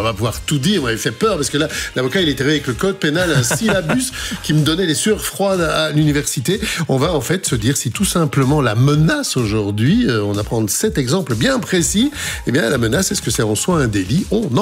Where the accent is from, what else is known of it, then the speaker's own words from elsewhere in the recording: Brussels, Belgium; Moi, je viens de Bruxelles, chez nous, on dit stouf quand on veut exagérer un petit peu.